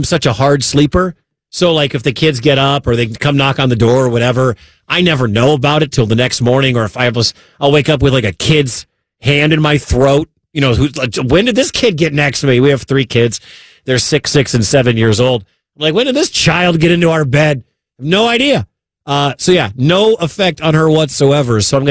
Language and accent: English; Detroit, Michigan, United States; now in West Des Moines, United States; My wife is from this part of town. I'm not from here. I'm from Detroit.